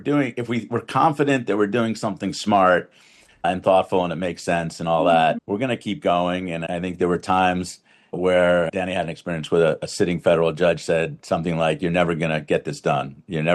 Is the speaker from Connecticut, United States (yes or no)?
no; New Rochelle, New York, United States; I grew up in New Rochelle, New York, just north of New York City.